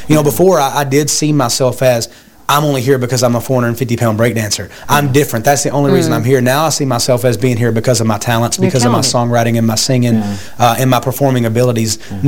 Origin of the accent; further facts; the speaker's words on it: the South, United States; I was from the South. Yeah, I'm from the South.